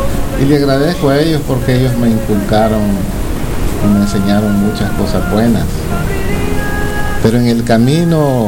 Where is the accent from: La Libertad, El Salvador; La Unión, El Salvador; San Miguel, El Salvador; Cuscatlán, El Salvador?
San Miguel, El Salvador; born there; Nací en el Hospital Nacional San Juan de Dios el 17 de agosto de 1954.